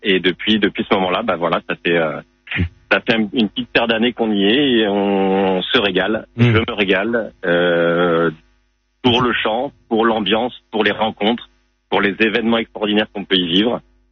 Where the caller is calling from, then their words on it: Cagnes-sur-Mer, Provence-Alpes-Côte d'Azur, France; Je vous appelle de Cagnes-sur-Mer.